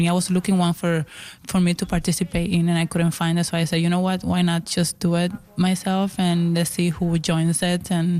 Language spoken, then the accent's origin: English; Cuba; part of the poem as well is how I grew up in Cuba